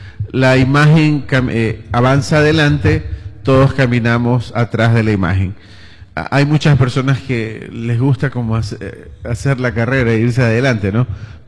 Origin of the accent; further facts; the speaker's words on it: Manabí, Ecuador; Creo que todos los manabitas somos muy devotos de Nuestra Señora del Carmen.